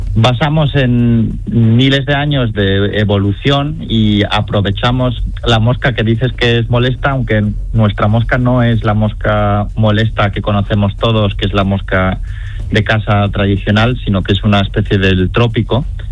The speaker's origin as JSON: {"language": "Spanish", "town": "Málaga", "region": "Andalusia", "country": "Spain", "said": "uno de Almería y los otros 3 somos de Málaga."}